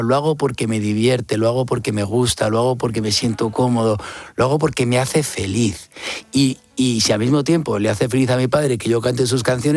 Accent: Spain; moved away; en mi país, en España

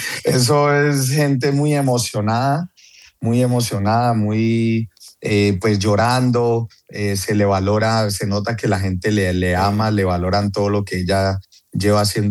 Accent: Cali, Valle del Cauca, Colombia

